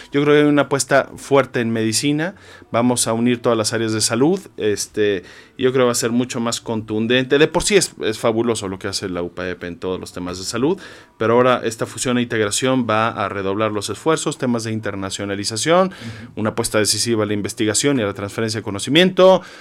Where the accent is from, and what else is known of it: Mexico